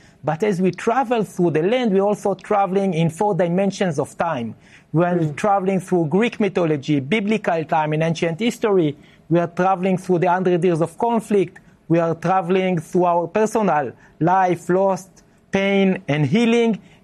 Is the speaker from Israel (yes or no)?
yes; Israel; Yes, I was born and raised in Israel. Until the age of 30, I had not even one, not only Palestinian friend, I didn't know any Palestinians.